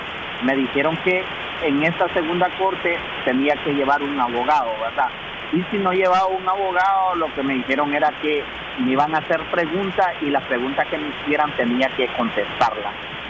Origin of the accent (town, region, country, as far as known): Nicaragua